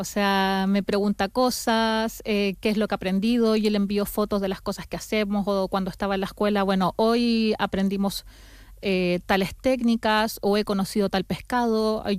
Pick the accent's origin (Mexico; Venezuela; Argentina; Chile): Chile; southern Chile; moved away as an adult; now in Basque Country, Spain; sobre todo de donde soy yo, que es más al sur, entonces que es un clima más austero.